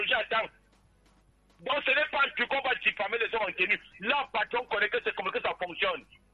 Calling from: Cameroon; Le Cameroun, je peux te parler en patois, mais je ne sais pas si tu vas comprendre dans mon patois.

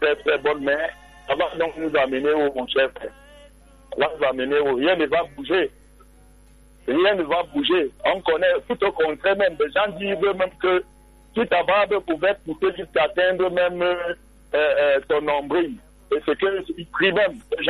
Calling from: Cameroon; nous, nous sommes des Africains. Nous sommes des Camerounais.

